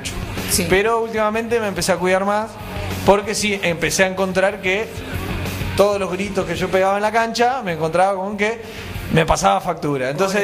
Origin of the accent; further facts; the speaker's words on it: Morón, Buenos Aires Province, Argentina; Nosotros somos del oeste, somos de Morón.